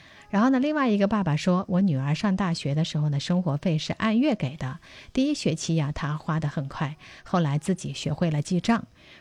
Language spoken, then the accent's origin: Chinese; China